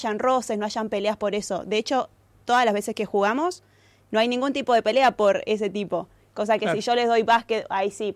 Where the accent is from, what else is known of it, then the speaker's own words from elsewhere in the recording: Poland; No, soy polaca.